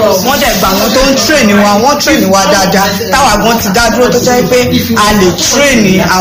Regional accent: Akure, Ondo, Nigeria; Mo wá láti ìlú Ìgbòba ní Àkúrẹ́ náà ti.

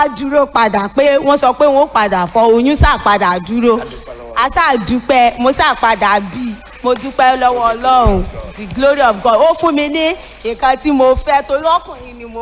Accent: Ilorin, Kwara, Nigeria; Mo wa lati ilu Ilorin.

